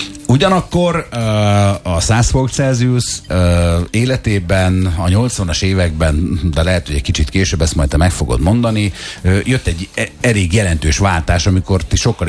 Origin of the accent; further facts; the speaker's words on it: Szekszárd, Tolna, Hungary; én Szekszárdi vagyok, én ott nőttem fel